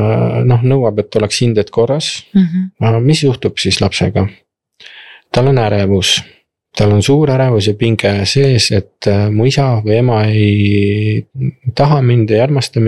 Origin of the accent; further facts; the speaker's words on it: Tartu, Tartu County, Estonia; me oleme Tartust pärit